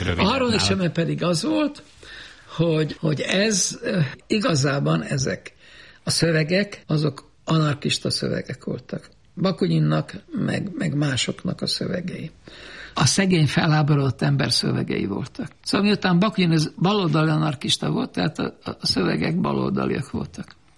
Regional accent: Hungary; moved away as an adult; also born or lived in Rome, Italy; Én idevaló vagyok.

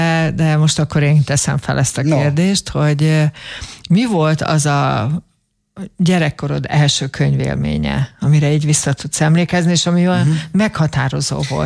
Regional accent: Balaton Uplands, Hungary; én a Balaton felvidéken nőttem fel

